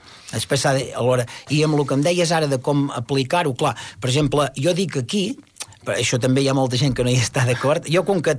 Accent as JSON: {"language": "Catalan", "region": "Catalonia", "country": "Spain", "said": "que aquí també tenim les herbes de les iaies remeieres, jo soc de la Garrotxa, vull dir, aquí tenim molta experiència"}